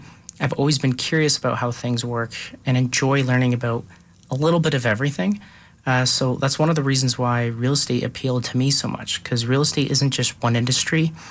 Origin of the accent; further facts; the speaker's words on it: Barrie, Ontario, Canada; now in Calgary, Canada; I am originally from Barrie, Ontario, and real estate has always been around me.